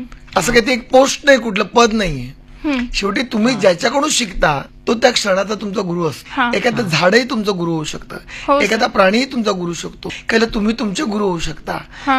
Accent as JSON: {"language": "Marathi", "town": "Aurangabad", "region": "Maharashtra", "country": "India", "tie": "born or raised there", "said": "आमच्या शेजारी औरंगाबादला माझं बरंचसं बालपण गेलं औरंगाबादला, त्या ठिकाणी आमच्या शेजारी एक ग्रहस्थ होत"}